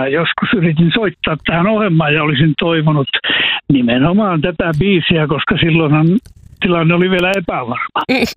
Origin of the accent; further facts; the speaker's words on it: Kuusamo, North Ostrobothnia, Finland; Kuusamossa päin sanottaisiin, että spektaakkeleista.